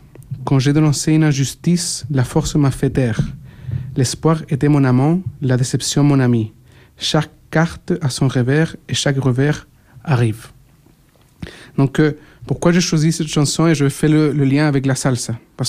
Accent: Santiago, Santiago Metropolitan Region, Chile; Et moi-même, je me souviens quand j'ai habité à Santiago, ma ville natale, quand j'entendais cette chanson et je marchais à Santiago, je sentais que le mec, il écrivait sur moi et sur nous à Santiago.

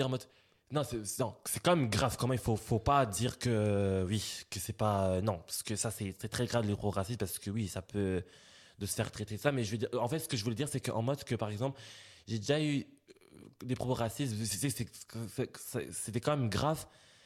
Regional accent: Belgium; Je suis belge, je suis né en Belgique.

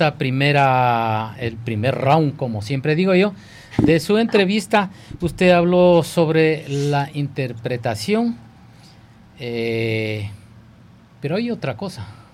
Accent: Ecuador; en especial para nosotros los ecuatorianos

